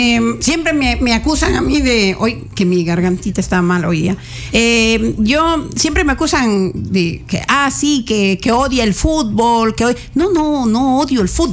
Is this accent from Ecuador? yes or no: yes; Ecuador; es mi Ecuador, yo soy de Ecuador